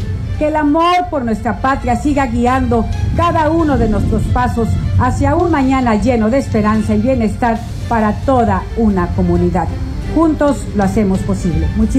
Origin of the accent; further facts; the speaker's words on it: Mexico; now in Nuevo Laredo, Mexico; experimentamos esa profunda emoción que nos une como mexicanas y mexicanos.